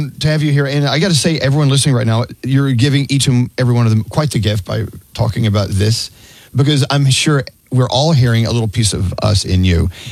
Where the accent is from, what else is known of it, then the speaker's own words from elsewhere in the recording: Texas, United States; These are, growing up in Texas, these were the things that were in these movies about New York City.